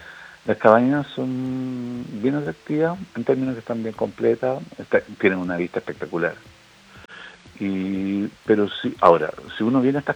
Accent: Chile; ¿Cómo somos los chilenos?

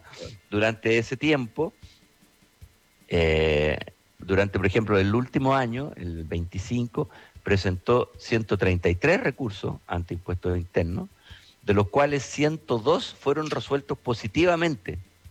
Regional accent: Chile; uno como es chileno es medio desconfiado, digamos.

